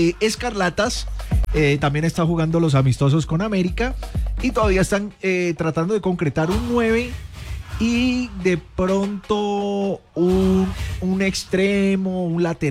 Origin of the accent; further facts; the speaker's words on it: Bilbao, Basque Country, Spain; Pues, ¿qué te puedo decir yo? Yo vengo de allá, de Bilbao.